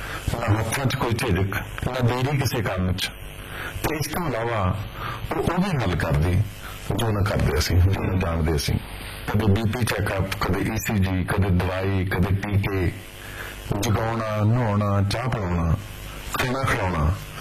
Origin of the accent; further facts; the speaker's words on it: Punjab, India; ਜਿਸ ਟਾਈਮ ਦੇ ਵਿੱਚ ਮੇਰਾ ਬਚਪਨ ਆ, ਉਦੋਂ ਪੰਜਾਬ ਦੇ ਵਿੱਚ ਕੋਈ ਐਂਟਰਟੇਨਮੈਂਟ ਸੀ, ਉਦੋਂ ਫੈਮਿਲੀਜ਼ ਵੱਡੀਆਂ ਹੁੰਦੀਆਂ ਸਾਰੀਆਂ। ਮੈਂ ਪਹਿਲਾ ਬੱਚਾ ਵਾਂ ਮਾਂ ਬਾਪ ਦਾ